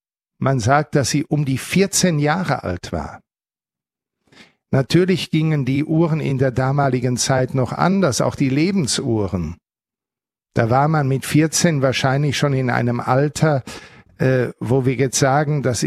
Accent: North Rhine-Westphalia, Germany; ich denke an meine Heimat, wo unser Wallfahrtsort, der sehr nahe meiner Heimat ist, 12 Kilometer von meinem Elternhaus entfernt, in Werl

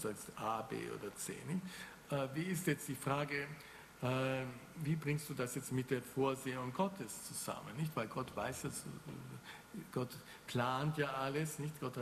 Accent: Konstanz, Baden-Württemberg, Germany; born there; in dieser schönen Stadt Konstanz, wo ich geboren bin, nicht?

